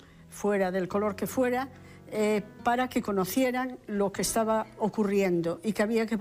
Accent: Galicia, Spain; somos los propios gallegos los que estamos destruyendo nuestra riqueza forestal.

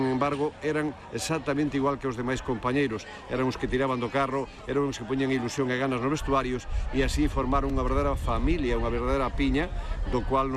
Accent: Galicia, Spain; tamén hai que estar aquí en Galicia, na miña terra, especialmente en Puenteareas

